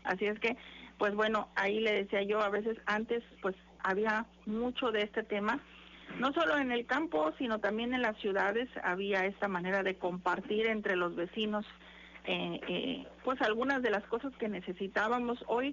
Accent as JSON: {"language": "Spanish", "country": "Mexico"}